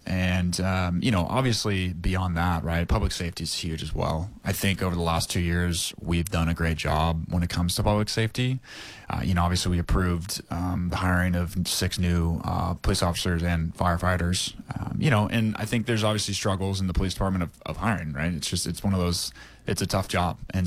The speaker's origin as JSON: {"language": "English", "town": "Grants Pass", "region": "Oregon", "country": "United States", "tie": "born or raised there", "said": "I was born and raised here in Grants Pass. I have a lot of family in Grants Pass and around the area. I'm also raising kids here"}